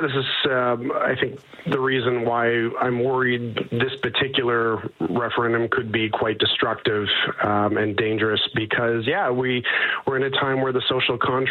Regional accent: Alberta, Canada; I am a Canadian. I am an Albertan. I consider those identities indistinguishable.

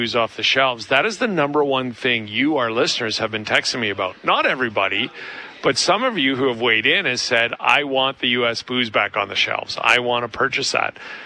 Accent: Manitoba, Canada; as a Canadian, as a citizen of Manitoba

